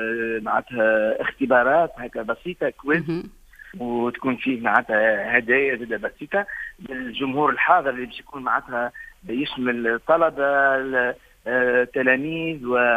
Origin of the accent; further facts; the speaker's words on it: Tunisia; عندنا في تونس